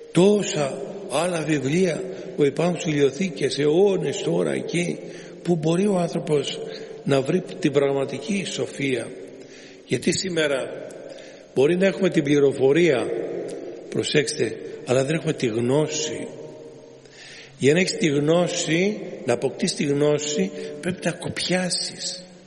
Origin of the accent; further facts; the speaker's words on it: Greece; Εμείς σαν Έλληνες έχουμε την τεράστια ευλογία να ζούμε σε αυτή την ευλογημένη χώρα